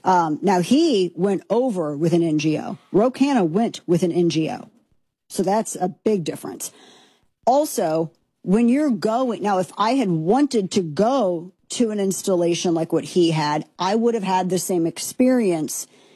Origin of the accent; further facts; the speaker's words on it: United States; I'm an American Christian.